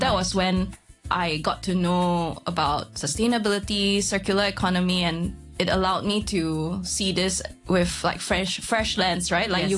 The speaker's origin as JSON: {"language": "English", "region": "Penang", "country": "Malaysia", "tie": "born or raised there", "also_born_or_lived": "Kuala Lumpur / United Kingdom / United States", "moved": "as an adult", "lives_now": "Hong Kong", "said": "Sure. I grew up in Penang, born and raised, and I did my entire primary, secondary school education in a public school in Penang."}